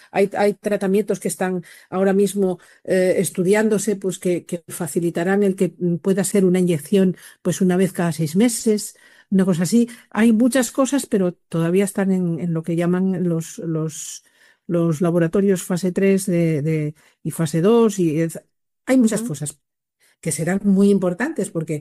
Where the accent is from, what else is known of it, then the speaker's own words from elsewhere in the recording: Llanes, Asturias, Spain; soy de Llanes.